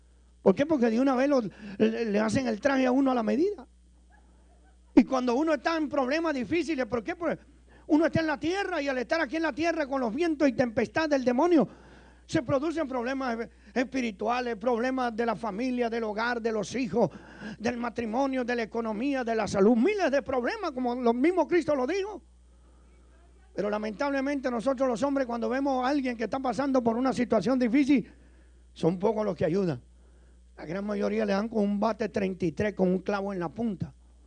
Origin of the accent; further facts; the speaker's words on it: Venezuela; also born or lived in Italy; yo soy italiano, hermano. Está raro, pero es así, como le dije. Italiano, criado por allá por Venezuela. Tenemos como 56 años de edad